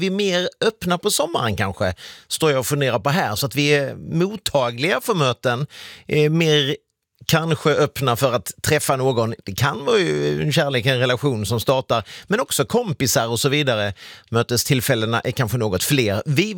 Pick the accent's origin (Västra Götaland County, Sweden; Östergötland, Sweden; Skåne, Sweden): Skåne, Sweden; Kristianstad; jag kommer från Kristianstad